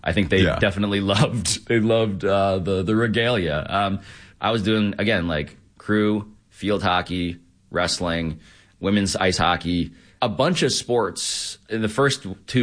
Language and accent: English; New York City, New York, United States; Again, I'm from New York City, did not know what crew was